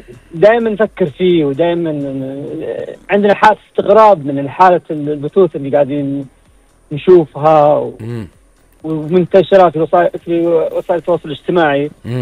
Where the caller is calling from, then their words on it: Saudi Arabia; من السعودية.